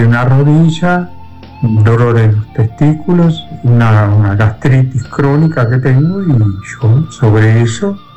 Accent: Noblía, Cerro Largo, Uruguay; Yo soy de Noblía

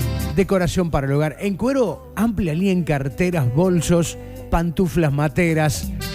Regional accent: Uruguay; porque hay que alentar a Uruguay, aunque no estemos igual, somos uruguayos, somos latinoamericanos

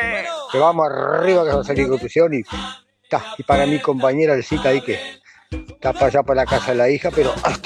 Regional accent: Santa Rosa, Canelones, Uruguay; now in Costa de Pando, Uruguay; estuve por mi pueblito Santa Rosa.

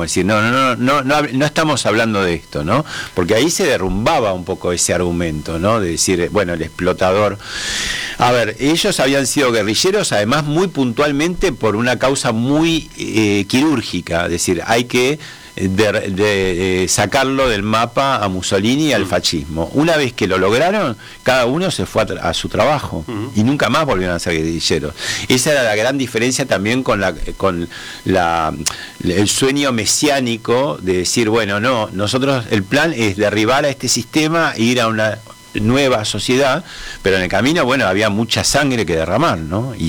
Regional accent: Argentina; mucho más notable en nosotros los argentinos, los porteños especialmente

